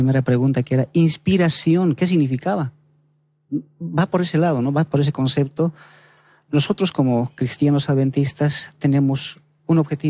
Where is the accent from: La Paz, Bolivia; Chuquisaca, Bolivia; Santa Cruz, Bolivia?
La Paz, Bolivia; Somos bolivianos.